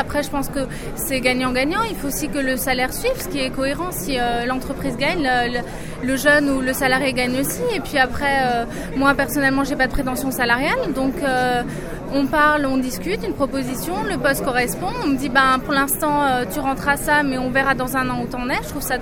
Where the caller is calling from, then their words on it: Grand Est, France; si je reste en Alsace